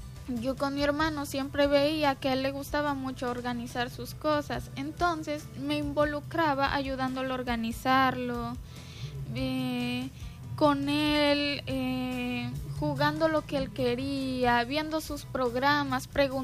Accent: Villahermosa, Tabasco, Mexico; moved away; Yo soy de México.

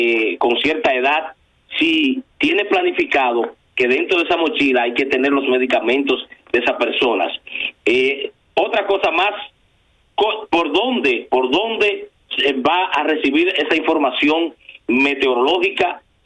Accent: Dominican Republic; nosotros qué estamos haciendo como República Dominicana?

